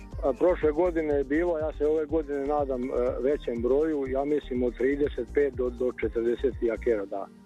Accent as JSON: {"language": "Serbian", "town": "Mala Remeta", "region": "Vojvodina", "country": "Serbia", "said": "Pa ove godine je skup u 12 časova kod nas u Maloj Remeti. 10. je po redu manifestacija, to je već prešlo tradiciju kod nas"}